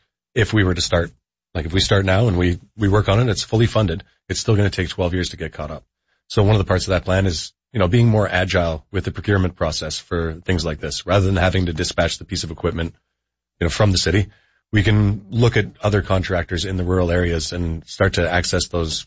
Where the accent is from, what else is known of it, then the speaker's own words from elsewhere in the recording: Heron Gate, Ontario, Canada; So, some listeners might know that I grew up in Haringate. I've, single mother on welfare. We use the snowsuit fund. We use the food bank. And now I'm a business owner, lives in Dunrobin.